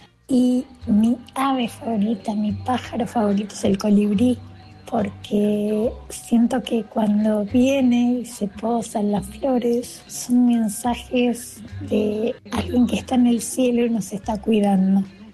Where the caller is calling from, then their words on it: La Plata, Buenos Aires Province, Argentina; Hola Luisa … de La Plata.